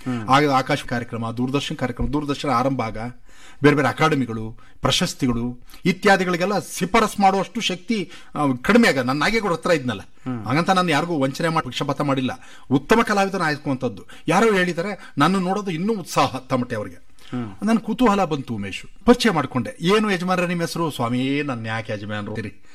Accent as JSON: {"language": "Kannada", "area": "Mandya", "region": "Karnataka", "country": "India"}